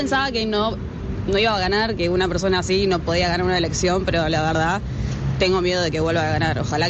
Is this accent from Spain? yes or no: no; Buenos Aires, Argentina; Soy bartender, soy acá de Caballito, y toda mi vida viví en Boedo.